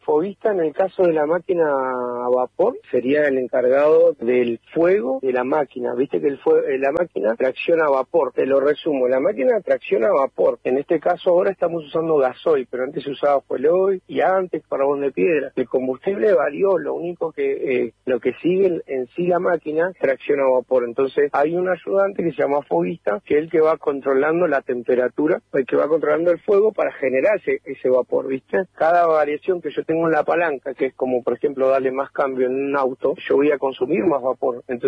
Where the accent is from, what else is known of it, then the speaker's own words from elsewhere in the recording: Esquel, Chubut, Argentina; soy el maquinista acá de La Trochita. Soy de Esquel, tengo 37 años.